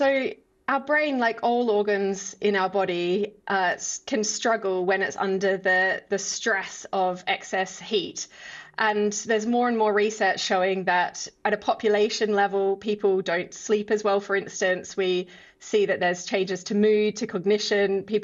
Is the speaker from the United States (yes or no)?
no; Adelaide, South Australia, Australia; moved away; I'm from Adelaide in Australia. There has always been extreme heat there, so I grew up with it, but it is getting worse there, like everywhere.